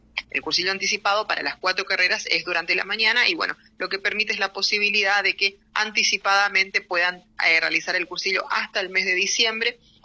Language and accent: Spanish; Oberá, Misiones, Argentina; born there; Soy oriunda, o sea, nací en Oberá, pero por muchos años la familia vivió en otro lugar, así que bueno, muy contenta de poder estar ahora en mi ciudad natal